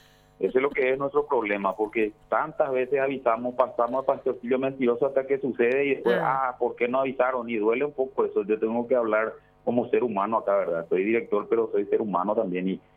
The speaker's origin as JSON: {"language": "Spanish", "country": "Paraguay", "said": "a los que somos aquí de Central y de Capital"}